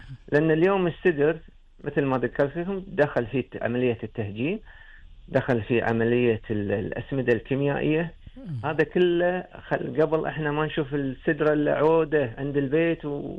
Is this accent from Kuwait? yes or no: yes; Kuwait; عندنا في الكويت